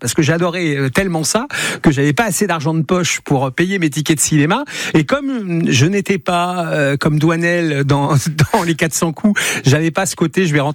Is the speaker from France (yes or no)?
yes; Elbeuf, Normandy, France; born or raised there